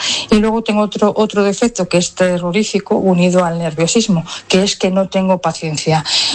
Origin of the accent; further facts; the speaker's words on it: Santander, Cantabria, Spain; que soy ponedora … de Santander, y un beso para todos.